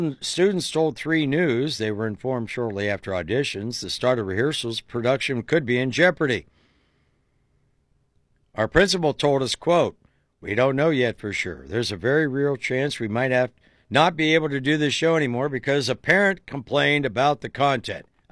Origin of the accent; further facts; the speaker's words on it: Dover, Ohio, United States; No, I'm from Dover, but my dad grew up in Akron.